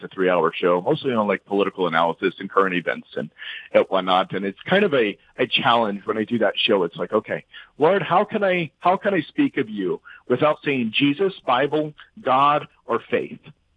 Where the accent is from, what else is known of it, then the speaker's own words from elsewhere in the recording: Louisiana, United States; now in Hillsboro, United States; I grew up in Louisiana, in central Louisiana. And, you know, I was a cradle Catholic.